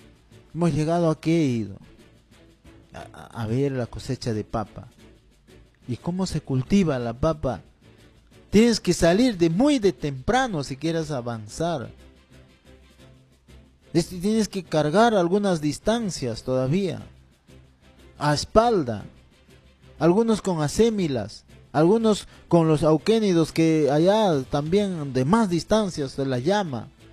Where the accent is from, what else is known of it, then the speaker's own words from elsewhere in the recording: Ricrán, Junín, Peru; moved away; recién regreso de mi pueblo natal, donde me vio nacer, distrito de Ricrán y su anexo es Tambillo, donde yo nací. Es una altura, bien altura. Desde aquí tengo que llegar ahí en 2 días, en 2 paradas, ¿no? Ricrán, luego Tambillo.